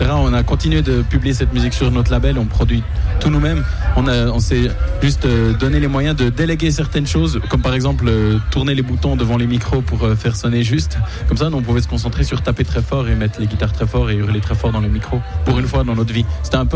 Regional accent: La Chaux-de-Fonds, Neuchâtel, Switzerland; En fait, on est tous de la Chaux-de-Fonds. C'est vrai, on habite tous à la Chaux-de-Fonds. Et puis, on est des vieux amis, en fait, quoi. C'est en Suisse.

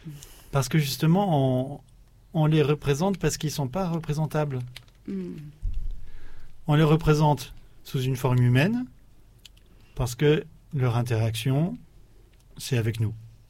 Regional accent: France; moved away as an adult; now in Réunion, France; Je suis originaire d'une partie de la France qui est juste à côté de la Suisse. Donc j'étais frontalier. La haie du lycée était la frontière, mais derrière c'était les champs de maïs.

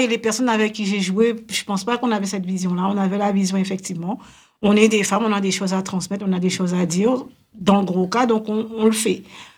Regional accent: Guadeloupe; moved away; J'étais en vacances chez moi en Guadeloupe, hein.

